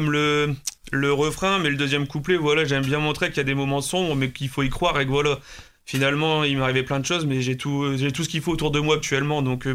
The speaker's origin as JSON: {"language": "French", "town": "Choisy-au-Bac", "region": "Hauts-de-France", "country": "France", "tie": "born or raised there", "said": "Je suis originaire de l'Oise depuis tout petit, ouais, je suis né à Choisy-au-Bac, dans le 60."}